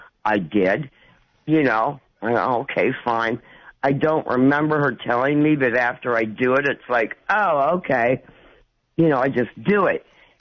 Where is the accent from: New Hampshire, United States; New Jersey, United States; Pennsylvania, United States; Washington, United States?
Pennsylvania, United States; Erie; Hi, good morning. Yeah … I'm from Erie, Pennsylvania.